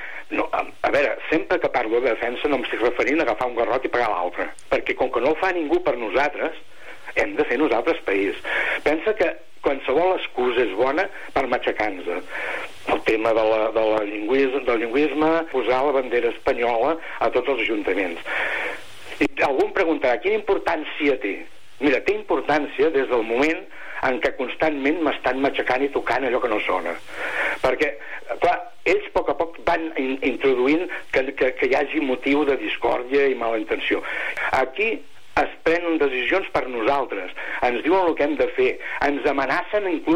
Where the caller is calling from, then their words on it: Catalonia, Spain; nosaltres, els catalans